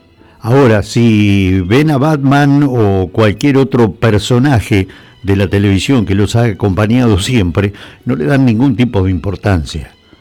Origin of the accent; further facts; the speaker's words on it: Buenos Aires Province, Argentina